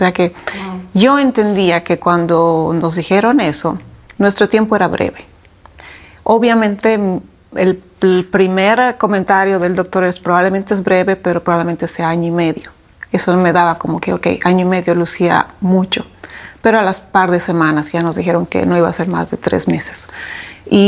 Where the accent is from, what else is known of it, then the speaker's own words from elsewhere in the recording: Bolivia; moved away as an adult; now in Dominican Republic; Soy boliviana de origen y ya muchos años acá.